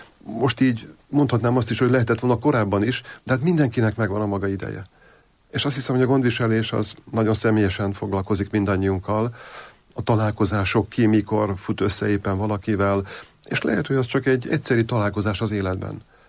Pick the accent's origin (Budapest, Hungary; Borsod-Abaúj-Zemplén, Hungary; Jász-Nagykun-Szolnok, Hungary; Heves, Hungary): Budapest, Hungary; bár Óbudán születtem, 5 évvel, 6 évvel a születésem után átköltöztünk a 13. kerületbe, Árpád-hídpesti hídfőjéhez, és ott pedig a Szent Márton plébánia tagjaként töltöttem majdnem 10 évet